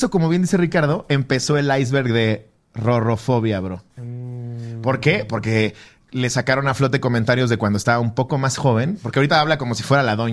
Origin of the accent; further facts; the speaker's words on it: Mexico; Yo como mexicano, con un oaxaqueño al lado representando